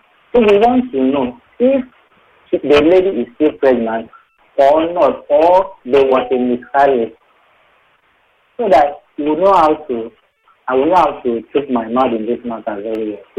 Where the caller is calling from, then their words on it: Ikorodu, Lagos, Nigeria; I'm calling from Ikorodu.